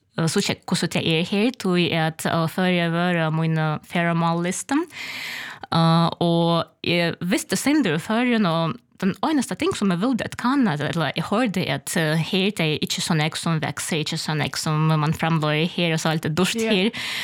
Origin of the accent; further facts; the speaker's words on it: Kharkiv, Kharkiv Oblast, Ukraine; Swedish is a second language; moved away; also born or lived in Kyiv; Jag var född i Kharkiv, det är största part av Ukraina. Jag var uppvuxen här, fick min utbildning här. Och så 17 år, då vi var 25 år, flyttade till Kiev och bo här i 20 år.